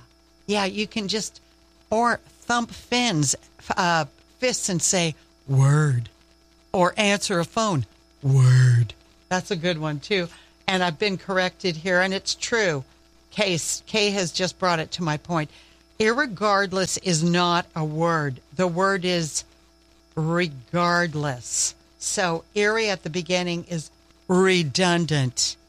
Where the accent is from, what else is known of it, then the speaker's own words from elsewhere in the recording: the Maritimes, Canada; Even though I'm from the Maritimes